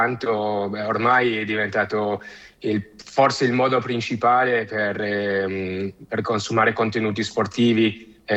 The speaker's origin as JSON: {"language": "Italian", "region": "Buenos Aires", "country": "Argentina", "tie": "born or raised there", "also_born_or_lived": "Genoa, Italy", "moved": "as an adult", "said": "Sono originario di Genova, ma sono partito da bambino quando avevo più o meno 3 anni e verso Sud America. Ho vissuto quasi tutta la mia vita in Argentina, a Buenos Aires, dove ci sono anche tanti liguri"}